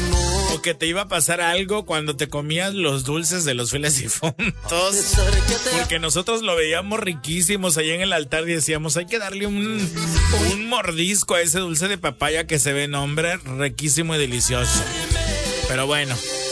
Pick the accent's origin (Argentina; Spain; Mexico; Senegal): Mexico; son tradiciones que solamente aquí en México pues acostumbramos.